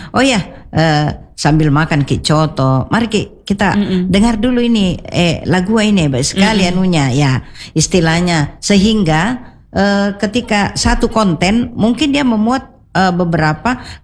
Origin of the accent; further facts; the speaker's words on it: South Sulawesi, Indonesia; accent: Makassar; Padahal kita juga punya logat seperti ini. Saya kan